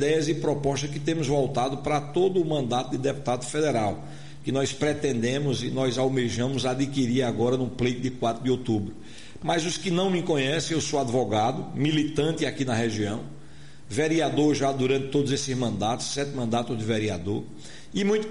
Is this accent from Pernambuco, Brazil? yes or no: yes; Arcoverde, Pernambuco, Brazil; Arco Verde, que é a minha cidade natal, mas de Pedra, onde a minha família está aqui